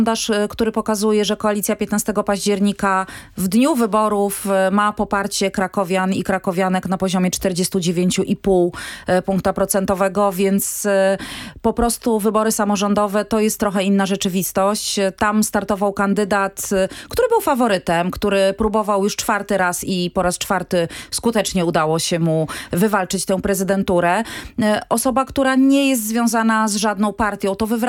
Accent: Warsaw, Masovian Voivodeship, Poland; ja jestem warszawianką

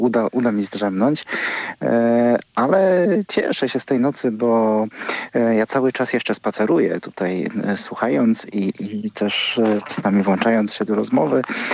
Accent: Lubusz Voivodeship, Poland; Sam zresztą wychowałem się w swojej rodzinnej miejscowości, takiej małej wsi właśnie tutaj w województwie lubuskim, jakieś 30 km od Gorzowa Wielkopolskiego. Całe moje dzieciństwo spędziłem takim pięknym, bardzo malowniczym jeziorem.

